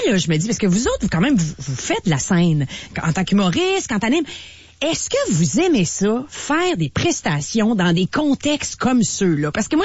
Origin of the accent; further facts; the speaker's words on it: Quebec, Canada; j'ai du respect pour ma ville natale.